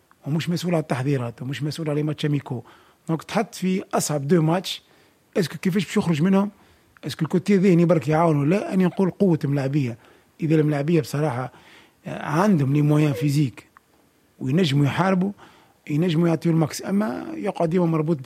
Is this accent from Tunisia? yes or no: yes; Tunisia; احنا كمنتخب تونسي